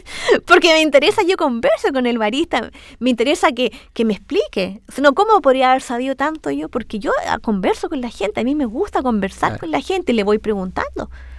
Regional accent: Concepción, Biobío, Chile; Y en Concepción, de donde soy

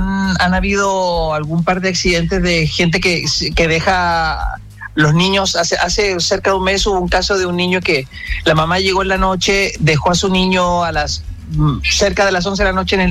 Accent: Chile; Y uno como chileno, es súper extraño salir de tu casa

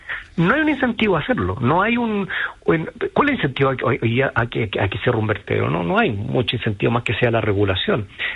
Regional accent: Iquique, Tarapacá, Chile; Lo del desierto es simplemente porque se inició en la zona norte con el recorte de inventario, y así nació, pues yo soy de Iquique, digamos

